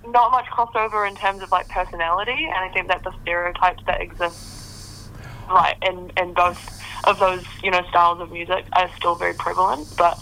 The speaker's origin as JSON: {"language": "English", "region": "Auckland", "country": "New Zealand", "also_born_or_lived": "Wellington", "said": "I'm from Auckland and based in Auckland."}